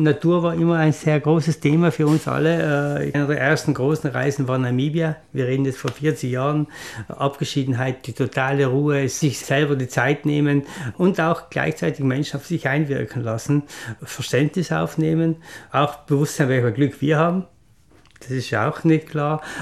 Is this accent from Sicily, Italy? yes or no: no; Bolzano, Trentino-Alto Adige, Italy; ich bin auch in Bozen aufgewachsen.